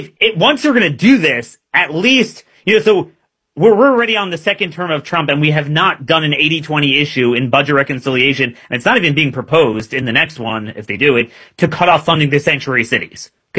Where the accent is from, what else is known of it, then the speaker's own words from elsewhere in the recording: Maryland, United States; So as you well know, it might surprise you, but I'm from Baltimore County, Maryland.